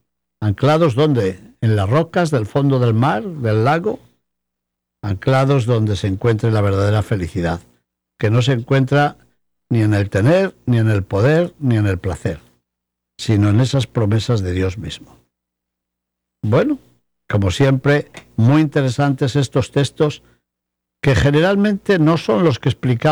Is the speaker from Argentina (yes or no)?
no; Palazuelo de Órbigo, Castile and León, Spain; Yo recuerdo la llave de la casa donde me crié, en Palazuelo de Órbigo, era bastante grande.